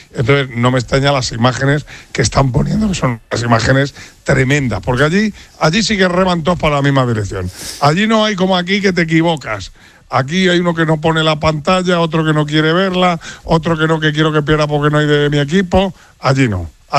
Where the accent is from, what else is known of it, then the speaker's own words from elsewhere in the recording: Spain; mira que yo me siento español, vamos a golearles, estoy convencido